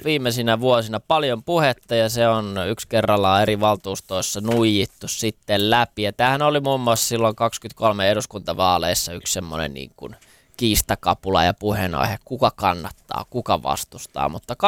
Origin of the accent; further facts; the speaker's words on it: Helsinki, Uusimaa, Finland; halutaanko me paljasjalkaiset stadilaiset